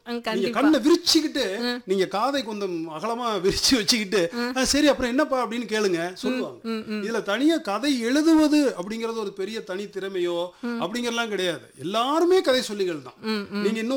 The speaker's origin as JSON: {"language": "Tamil", "town": "Palani", "region": "Tamil Nadu", "country": "India", "tie": "born or raised there", "also_born_or_lived": "Pollachi / Madurai", "said": "நான் என்னுடைய சொந்த ஊர் பழனி, பிறந்து வளர்ந்தது படித்தது எல்லாம்"}